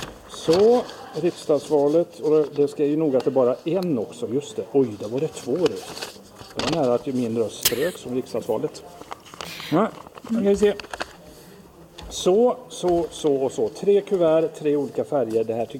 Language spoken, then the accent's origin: Swedish; Mörbylånga, Kalmar County, Sweden; Om man ska, eftersom jag är från Mörbylånga kommun, så skulle jag ju ha blanka här på kommunfullmäktige.